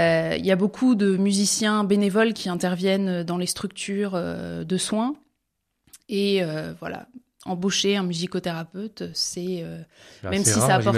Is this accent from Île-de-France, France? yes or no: no; Grand Est, France; je suis originaire de Moselle, de Quédange-sur-Canère, plus exactement. Je viens d'une famille qui est croyante, pratiquante.